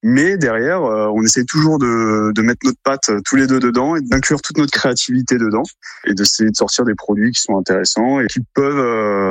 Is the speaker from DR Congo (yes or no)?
no; the north of France, France; now in Pierrelatte, France; on vient du Nord avec mon associé